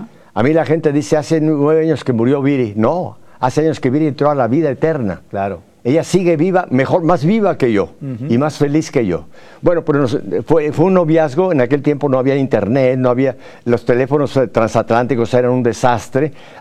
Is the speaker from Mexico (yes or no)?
yes; Mexico City, Mexico; also born or lived in Spain; yo tuve la fortuna de nacer en esa bellísima Ciudad de México. Me crié en Ciudad de México.